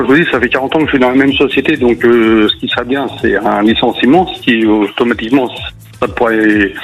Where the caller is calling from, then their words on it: Rouen, Normandy, France; De Seine-Maritime, de Rouen.